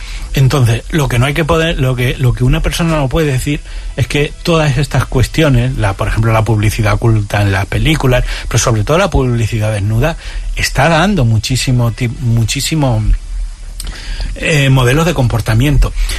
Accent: Extremadura, Spain; Claro, yo soy extremeño. Mi abuela extremeña de toda la vida

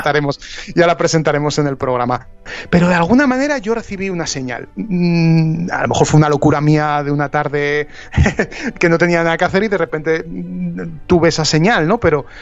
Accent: Zaragoza, Aragon, Spain; born there; en Zaragoza, en la ciudad donde yo nací.

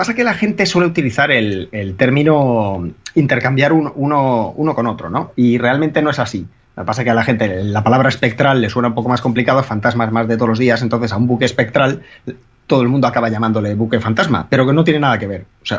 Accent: Galicia, Spain; te voy a contestar como gallego

